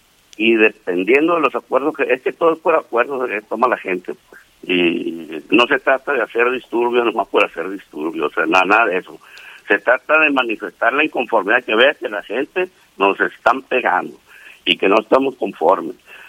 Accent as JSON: {"language": "Spanish", "country": "Mexico", "said": "Se supone que los dueños de CFE somos los mexicanos, somos nosotros"}